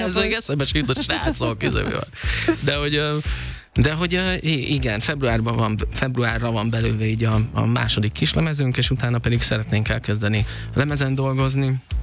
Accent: Budapest, Hungary; Zuglóba, én zuglói vagyok, én nagyon sok helyen éltem életem során, és Zugló az a legfixebb, és ott lakom most már a legrégebb óta, szóval azt mondanám, hogy zuglói vagyok.

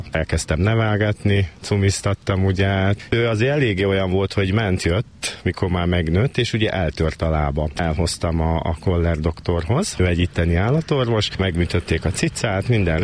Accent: Odorheiu Secuiesc, Harghita, Romania; also born or lived in Székesfehérvár, Hungary; now in Sárszentmihály, Hungary; Erdélyből származom, Székelyudvarhelyről, és akkor kiköltöztem ide Székesfehérvárra még anno szülőkkel

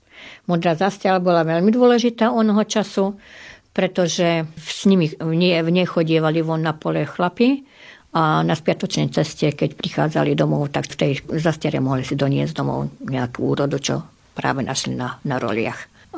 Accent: Hungary; tu v Maďarsku, u nás v Roslani

